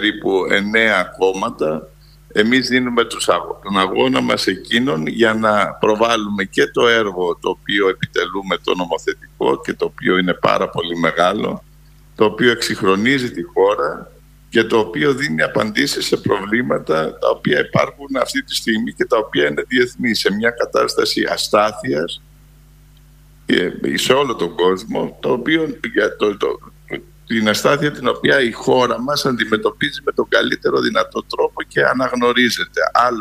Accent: Greece; εμείς ως Έλληνες

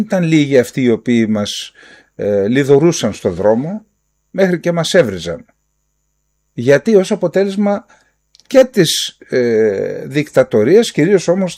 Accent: Greece; τη μία ως Έλληνας

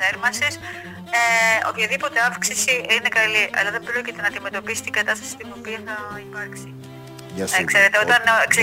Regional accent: Northern Greece, Greece; εσείς και εγώ το γνωρίζουμε πολύ καλά, γιατί είμαστε από τη Βόρεια Ελλάδα.

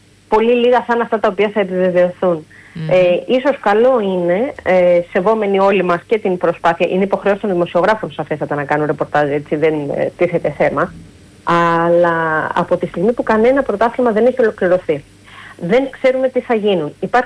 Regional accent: Greece; ως Έλληνες

